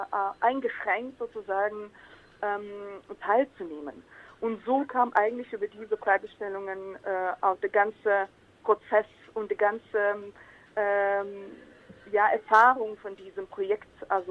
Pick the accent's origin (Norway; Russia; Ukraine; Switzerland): Ukraine; ich habe als Kind in der Ukraine, als ich dann noch die Ukraine ganz ganz junger Staat war, ich habe dann mit anderen Mädchen aus meinem Nachbarschaft auch Modenschauen organisiert.